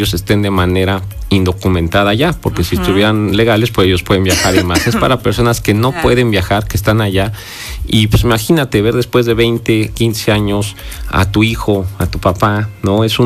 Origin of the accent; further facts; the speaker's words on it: Puebla, Mexico; Entonces, somos poblanos.